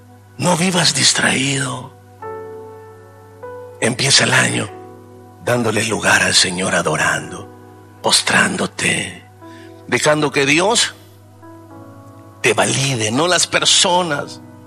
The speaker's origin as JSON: {"language": "Spanish", "country": "Bolivia", "said": "nos identificamos como bolivianos, sí, pero somos más que bolivianos."}